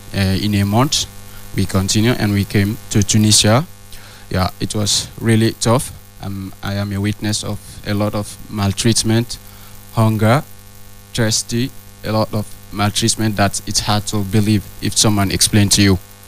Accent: Sierra Leone; now in France; Je viens de Sierra Leone.

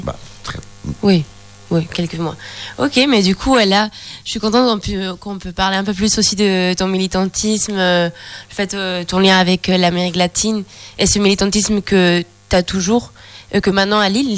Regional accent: Lima, Peru; Plusieurs fois, je suis de Lima.

